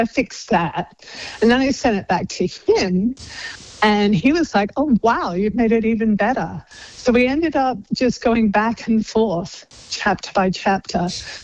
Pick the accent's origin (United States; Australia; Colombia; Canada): Australia; I'm Australian. I went to University of Sydney.